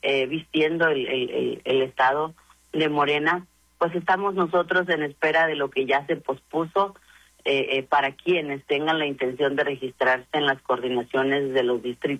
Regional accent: Ahome, Sinaloa, Mexico; born or raised there

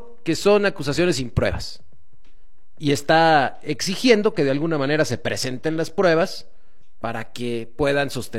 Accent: Mexico

